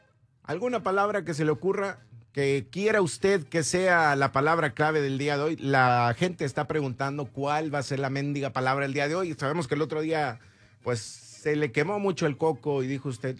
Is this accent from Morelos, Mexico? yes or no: yes; Cuautla, Morelos, Mexico; moved away; also born or lived in Puebla; Pero mis raíces son de Puebla, por eso siempre digo a los paisanos poblanos. En Cuautla, allá en Morelos, tampoco nací, pero crecí en Morelos. Allá sí, fui toda la primaria, un año de secundaria, que por cierto, no es secundaria, era telesecundaria.